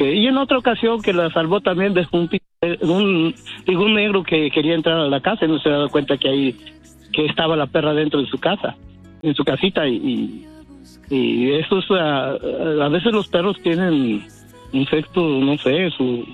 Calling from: Stanton, California, United States

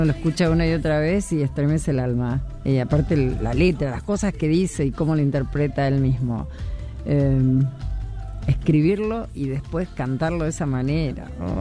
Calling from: Las Perdices, Córdoba, Argentina; de Las Perdices

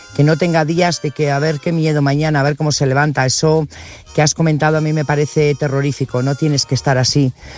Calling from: Burgos, Castile and León, Spain; corresponsal de Burgos.

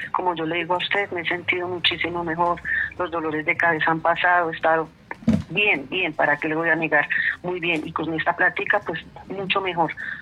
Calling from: Bogotá, Colombia; me estoy llamando acá de Bogotá, del barrio Paraíso.

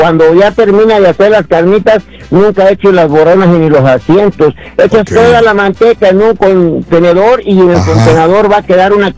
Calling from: Huetamo, Michoacán, Mexico; …, hermano, de Huetamo.

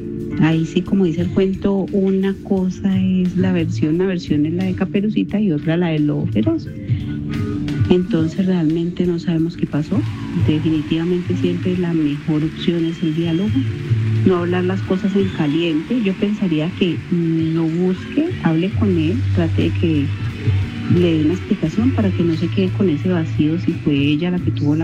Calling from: Andalucía, Valle del Cauca, Colombia; Hola, Claudia, desde Andalucía.

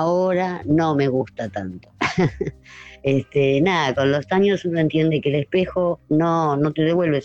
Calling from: Buenos Aires, Argentina; de Barrio Norte

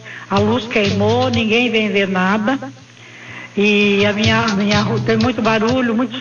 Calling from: Valinhos, São Paulo, Brazil; de Valinho.

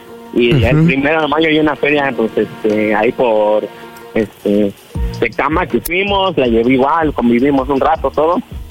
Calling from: Mexico City, Mexico; Tengo 25 años y soy de aquí, de la Ciudad de México.

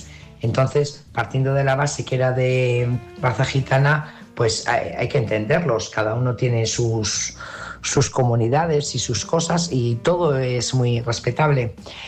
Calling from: Burgos, Castile and León, Spain; corresponsal de Burgos.

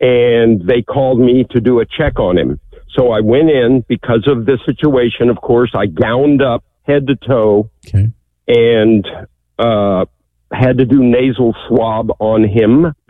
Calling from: San Antonio, Texas, United States; I'm a registered nurse in San Antonio, Texas

